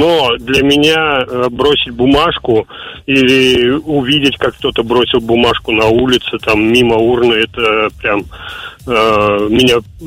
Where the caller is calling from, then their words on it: Nizhny Novgorod, Nizhny Novgorod Oblast, Russia; я из Нижнего Новгорода.